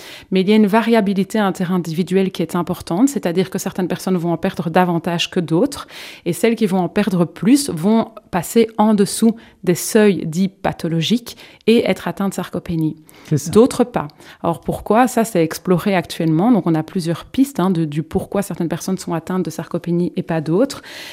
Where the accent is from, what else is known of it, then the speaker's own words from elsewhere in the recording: Assesse, Wallonia, Belgium; moved away as an adult; also born or lived in Liège; now in Namur, Belgium; Donc je suis namuroise d'origine et je suis partie faire mes études à Liège. Donc je suis restée à Liège pendant plus de 12 ans et donc je suis ravie d'avoir eu l'opportunité de revenir en fait sur Namur. Donc je suis assessoise même d'origine